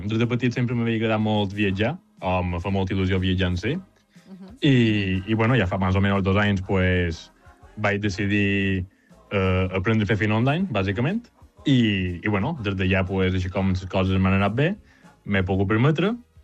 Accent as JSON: {"language": "Catalan", "town": "Porreres", "region": "Balearic Islands", "country": "Spain"}